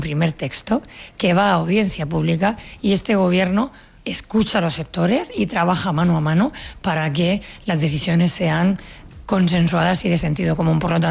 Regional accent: Spain; no conseguiremos el gran objetivo que tenemos como españoles y como europeos.

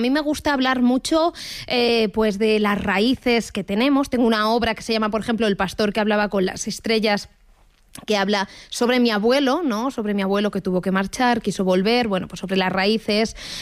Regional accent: Ciudad Rodrigo, Castile and León, Spain; Soy de Ciudad Rodrigo, de Miróbriga, mirobrigense, Farinata, como me quieras llamar.

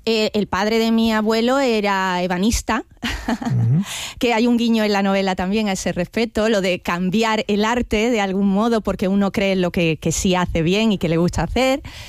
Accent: Málaga, Andalusia, Spain; Efectivamente, yo soy malagueña.

